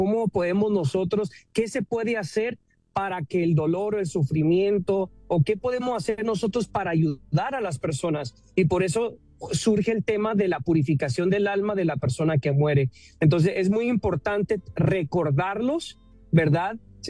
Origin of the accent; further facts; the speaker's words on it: Mexico; now in California, United States; yo, mi familia somos de México, ¿verdad? Yo radico aquí en el estado de California, pero en México, específicamente Michoacán